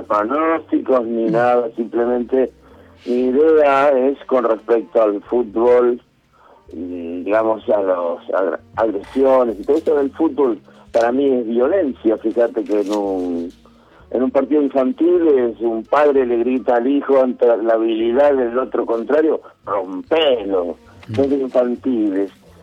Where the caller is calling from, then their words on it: Argentina; de Villa del Ser